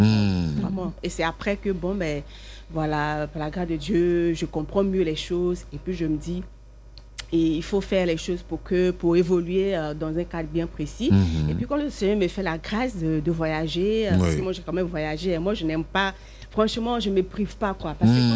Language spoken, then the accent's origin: French; Côte d’Ivoire; moi, je suis de la Côte d'Ivoire